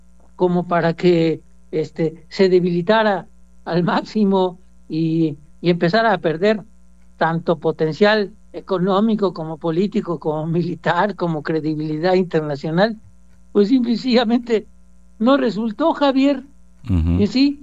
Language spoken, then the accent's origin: Spanish; Mexico; también como mexicano